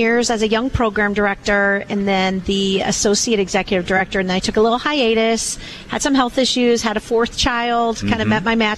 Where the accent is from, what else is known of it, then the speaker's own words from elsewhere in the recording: Keokuk, Iowa, United States; moved away as an adult; I'm from a small town in Iowa called Keokuk